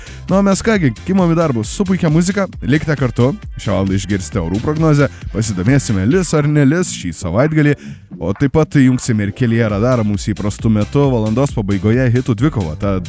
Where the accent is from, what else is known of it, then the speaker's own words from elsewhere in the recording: Kaunas, Kaunas County, Lithuania; esam kauniečiai